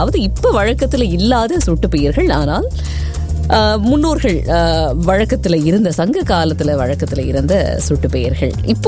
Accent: Sri Lanka; இது நம்ம இலங்கையில தான் இது இன்னும் இந்த சுட்டு பெயர்கள்ல இது இந்த சில இது உது, உவன், உவை இதெல்லாம் வந்து வழக்கத்துல இருக்கு.

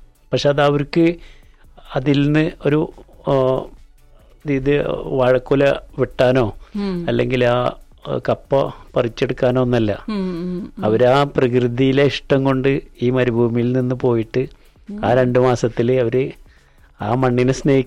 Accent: Thrissur, Kerala, India; തൃശ്ശൂർ ഞങ്ങളുടെ നാട്ടിലെ

